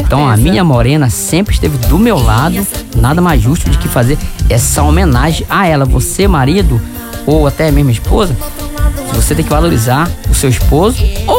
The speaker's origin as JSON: {"language": "Portuguese", "region": "Pará", "country": "Brazil", "tie": "born or raised there", "said": "Eu sou natural do estado do Pará."}